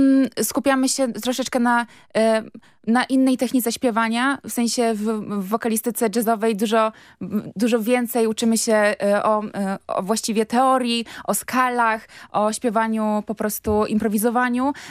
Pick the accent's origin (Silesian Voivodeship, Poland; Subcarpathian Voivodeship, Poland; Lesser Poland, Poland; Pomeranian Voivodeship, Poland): Lesser Poland, Poland; Czyrna; Ja pochodzę z Krynicy Zdrój, właściwie z takiej małej miejscowości Czyrna.